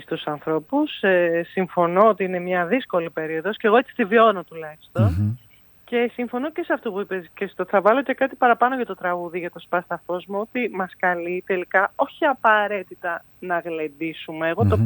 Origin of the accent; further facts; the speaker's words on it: Athens, Attica, Greece; born there; Εγώ που γεννήθηκα στην Αθήνα και μένω στην Αθήνα.